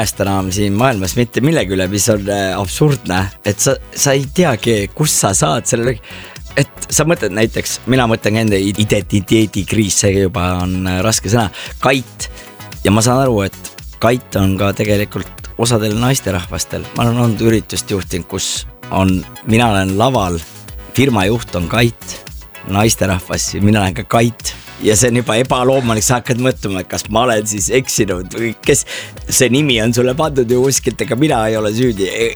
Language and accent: Estonian; Võru, Võru County, Estonia; ma olen Võrust pärit, ma vabandan, et pole jõudnud, pole poolteist aastat Võrus käinudki isegi.